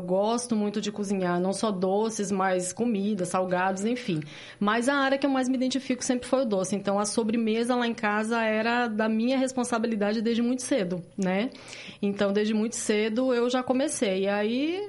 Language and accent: Portuguese; Rio Grande do Sul, Brazil; also born or lived in Itapiranga; now in Curitiba, Brazil; E logo depois a gente já mudou para o Rio Grande do Sul, onde eu fiquei até meus 11 para 12 anos, e aí a gente veio para Curitiba.